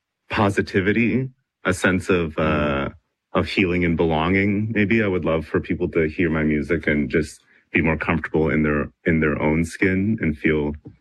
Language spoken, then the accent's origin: English; Mississauga, Ontario, Canada; growing up here in Mississauga, I definitely lost a bit of the language just because I didn't use it as much, but it was always spoken with my family. And I really, in the past years, wanted to just regain my knowledge for language and my mother tongue.